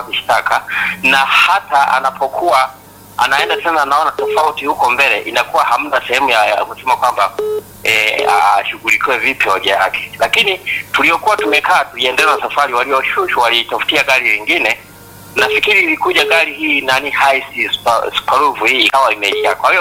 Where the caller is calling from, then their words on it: Geita, Tanzania; kutoka Geita hapa.